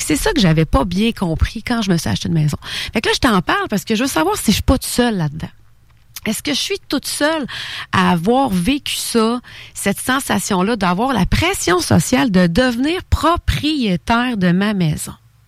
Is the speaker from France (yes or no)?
no; Thetford Mines, Quebec, Canada; dans mon quartier, un quartier à Thetford Mines, parce que c'est ma ville natale